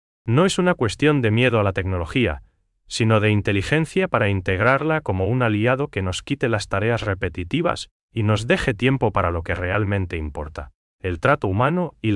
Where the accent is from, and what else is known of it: Paraguay